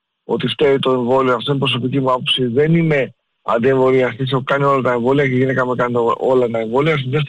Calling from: Galatsi, Attica, Greece; είμαι από Γαλάτσι.

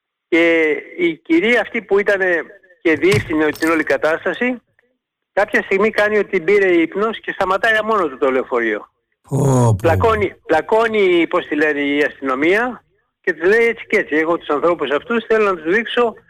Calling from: Mani, Peloponnese, Greece; είμαι μανιάτης με όλη τη σημασία της λέξης.

